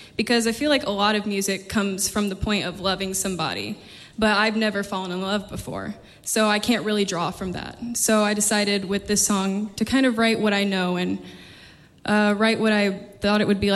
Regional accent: Tennessee, United States; also born or lived in Kentucky; And I'm from Tennessee. I was born in Kentucky.

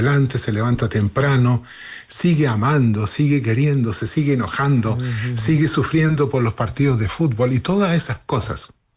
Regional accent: Chile; now in Lillehammer, Norway; Soy chileno, sí. Y he estado primero en el exilio y después trabajando en forma voluntaria desde más de 50 años.

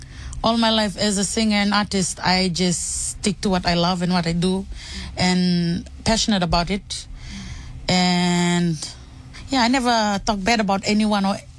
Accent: Central Division, Fiji; now in Suva, Fiji; I'm from Tailevu, Nananu Tailevu, maternal links to Wainimbuka Nayavu, also part of Tailevu.

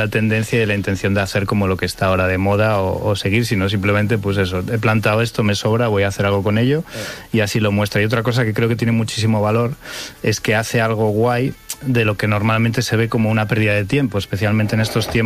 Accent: Community of Madrid, Spain

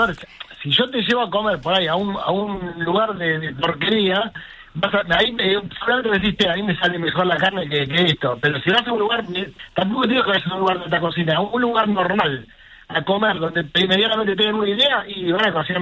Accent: Bahía Blanca, Buenos Aires Province, Argentina; Yo cuando era chico en Bahía Blanca, que no teníamos un sobre partido al medio, y que mi vieja cocinaba y le ponía huevo

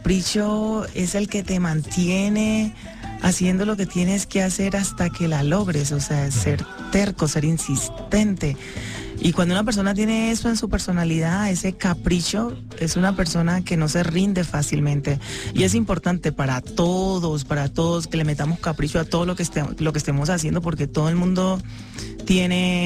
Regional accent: Timbiquí, Cauca, Colombia; moved away; also born or lived in Cali / Bogotá / New York; Yo vengo de Timbiquí, un pueblo que queda bien retirado, en la mitad de la selva, alrededor de un río. Llego a Cali

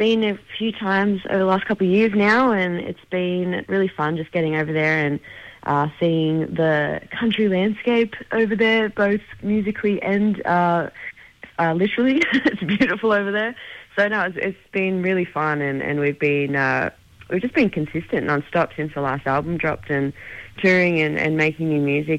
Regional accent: Central Coast, New South Wales, Australia; also born or lived in Hunter Valley, New South Wales; I grew up down on the Central Coast in New South Wales, and then moved to the Hunter Valley. And basically I grew up on property with horses

